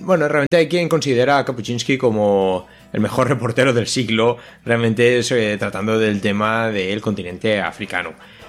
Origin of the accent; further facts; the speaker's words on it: Barcelona, Catalonia, Spain; moved away; la diada de San Jordi en Cataluña, en mi tierra de origen